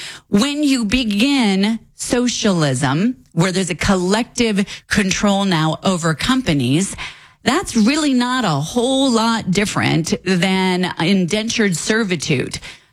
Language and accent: English; Denver, Colorado, United States; moved away as an adult; also born or lived in California; I grew up on Lowry Air Force Base.